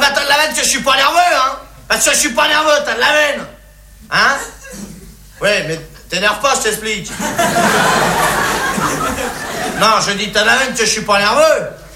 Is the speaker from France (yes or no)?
yes; France